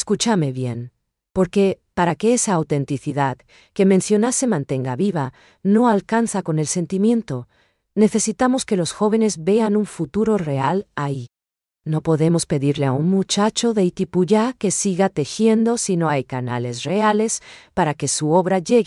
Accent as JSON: {"language": "Spanish", "country": "Paraguay", "said": "esa esencia pura que nos identifica como paraguayos de verdad?"}